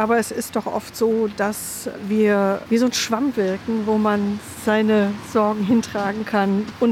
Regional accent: East Germany, Germany; Ich bin ein Wendekind. Ich bin im Osten groß geworden. Ich habe die Wende erlebt.

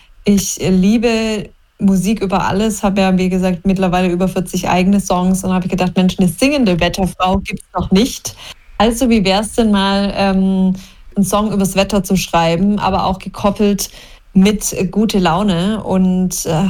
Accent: Spiegelberg, Baden-Württemberg, Germany; also born or lived in Backnang; now in Wüstenrot, Germany; Ja, also ich bin durch und durch eine Schwäbin. Ich bin in Backnang geboren, aber dort nur geboren, aufgewachsen in Spiegelberg im Rems-Murr-Kreis und wohne schon ziemlich lange in Wüstenrot im Landkreis Heilbronn.

